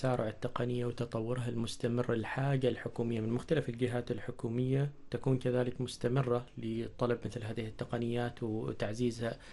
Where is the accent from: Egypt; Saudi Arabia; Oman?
Oman; موجودة عندنا في عمان؟